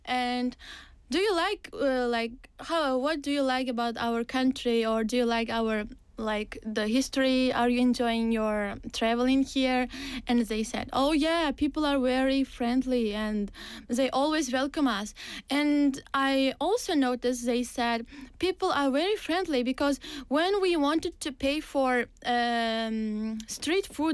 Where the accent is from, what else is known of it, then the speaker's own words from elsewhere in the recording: Navoiy, Navoiy Region, Uzbekistan; English is a second language; Well, I'm from Uzbekistan, born in a big city called Navoiy.